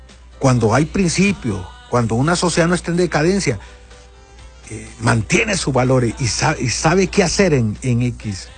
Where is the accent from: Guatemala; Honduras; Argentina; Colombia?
Honduras; nuestro Honduras